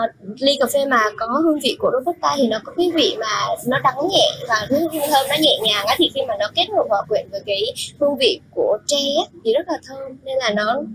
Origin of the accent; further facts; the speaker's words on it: Buon Ma Thuot, Dak Lak, Vietnam; thì em quyết định về Buôn Ma Thuột để khởi nghiệp. Là một người rất là yêu quê hương của mình, rất là yêu Buôn Ma Thuột và thích cà phê